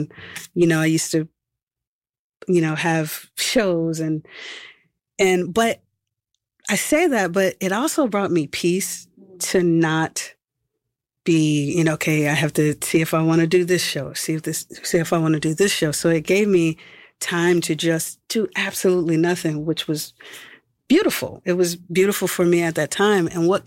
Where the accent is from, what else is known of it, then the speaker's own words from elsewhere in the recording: New Orleans, Louisiana, United States; And so I am from New Orleans, and I grew up, like, on the scene playing